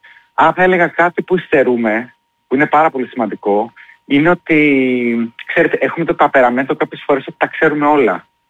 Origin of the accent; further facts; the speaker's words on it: Greece; έχουμε μάθει σαν Έλληνες στα δύσκολα.